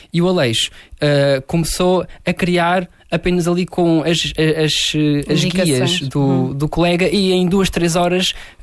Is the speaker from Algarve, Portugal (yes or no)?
yes; Tunes, Algarve, Portugal; o título dos dois projetos são uma homenagem à minha aldeia